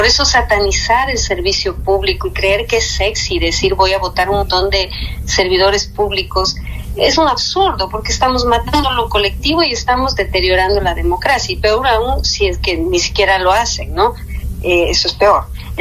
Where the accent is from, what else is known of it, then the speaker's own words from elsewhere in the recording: Ecuador; nos unen como ecuatorianos